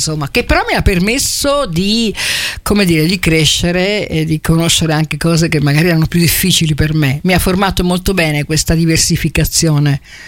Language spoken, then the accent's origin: Italian; Pollenza, Marche, Italy; born there; sono partita da Pollenza